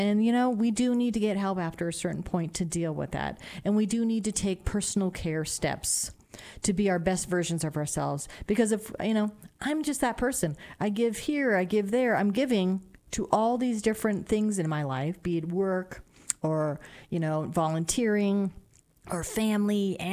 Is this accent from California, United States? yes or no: no; Nevada, United States; now in New Mexico, United States; In my home state where I have family in Nevada, up by Reno, northern Nevada